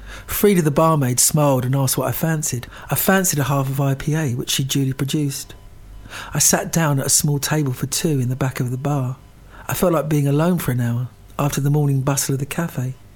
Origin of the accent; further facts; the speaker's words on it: England, United Kingdom; He didn't take the hint, and I'm English, so being awkwardly polite, I said that no, it was fine.